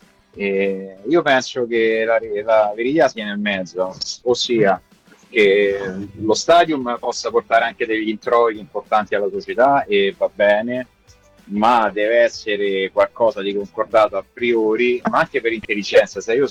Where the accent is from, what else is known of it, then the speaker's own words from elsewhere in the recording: central Italy, Italy; perlomeno per me che vengo dal centro d'Italia, quante volte posso venire allo stadio?